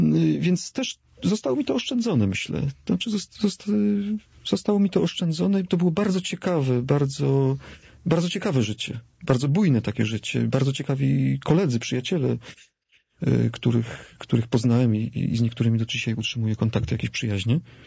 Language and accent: Polish; Silesian Voivodeship, Poland; urodziłem się na Śląsku i wychowałem się na podwórku śląskim, wśród Hanysów, w Ordungu, w porządku, prawda?